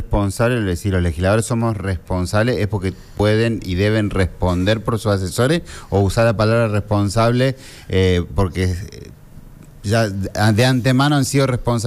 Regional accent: Córdoba, Argentina; yo soy del norte de Córdoba

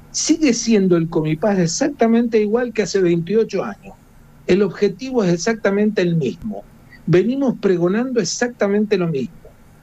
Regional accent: Córdoba, Argentina; Viene a un lugar como nuestra provincia, en Córdoba

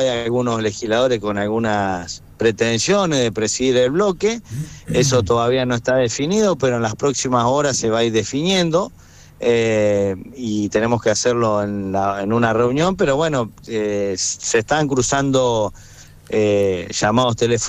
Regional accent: Arias, Córdoba, Argentina; also born or lived in Venado Tuerto; No, de Arias.

